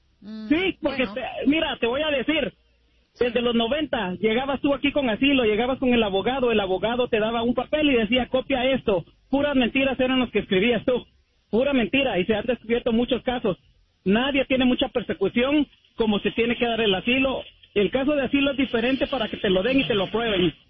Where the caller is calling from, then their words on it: California, United States; Buenos días, California.